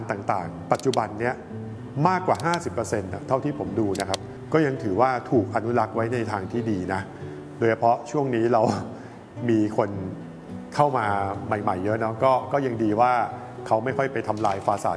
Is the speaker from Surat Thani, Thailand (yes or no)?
no; Bangkok, Thailand; ผมก็เกิดและโตที่นี่เนาะ